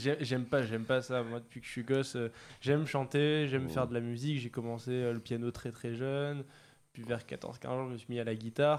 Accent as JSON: {"language": "French", "town": "Montpellier", "region": "Occitanie", "country": "France", "said": "une école de musique à Montpellier, de là d'où je viens."}